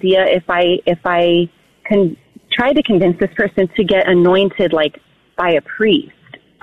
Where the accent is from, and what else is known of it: Premont, Texas, United States